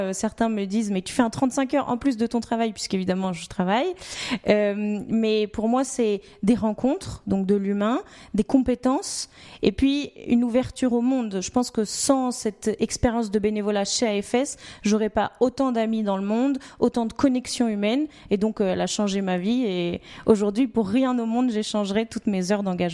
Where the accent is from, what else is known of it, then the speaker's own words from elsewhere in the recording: Nantes, Pays de la Loire, France; now in Bordeaux, France; Je suis originaire de Nantes. Maintenant, je travaille à Bordeaux, donc j'habite à Bordeaux.